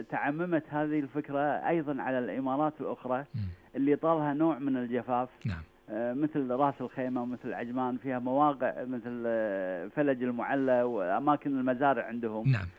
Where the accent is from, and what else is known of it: Kuwait